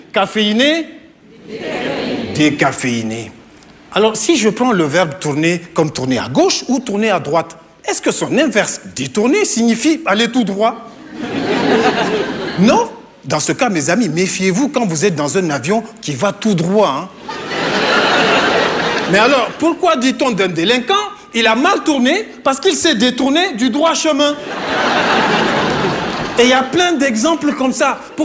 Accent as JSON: {"language": "French", "country": "Niger", "lives_now": "France", "said": "Bon, mais ça n'empêche que même si je suis nigérien, maintenant je me fais beaucoup d'amis en France, hein, tu vois."}